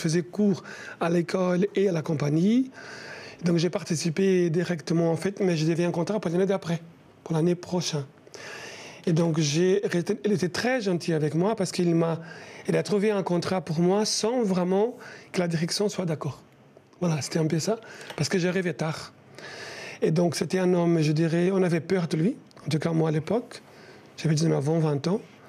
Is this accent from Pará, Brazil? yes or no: no; Rio de Janeiro, Brazil; French is a second language; moved away as an adult; also born or lived in Campinas, São Paulo; now in Brussels, Belgium; je suis venu à Rio de Janeiro faire l'audition, où ma ville natale.